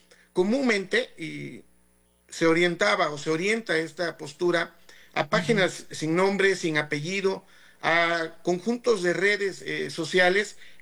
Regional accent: Oaxaca, Mexico; a quien conozco de muchos años, somos oaxaqueños

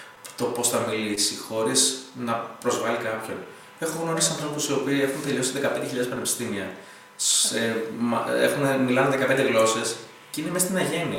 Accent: Ioannina, Epirus, Greece; Εγώ γενικά γεννήθηκα και μεγάλωσα στην Ήπειρο, στα Γιάννενα.

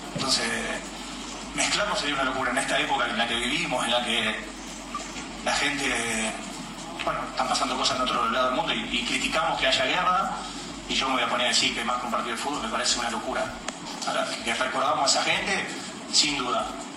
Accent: Argentina; Ahora que nosotros, como argentinos, tengamos memoria a esa gente que fue ahí

